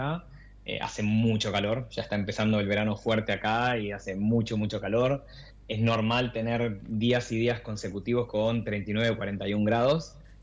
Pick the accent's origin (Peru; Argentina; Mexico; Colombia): Argentina; moved away as an adult; now in Texas, United States; no dejo de ser argentino